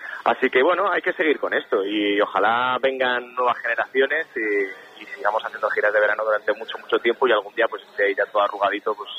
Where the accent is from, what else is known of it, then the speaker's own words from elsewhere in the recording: El Bierzo, Castile and León, Spain; botillo del Bierzo, de mi tierra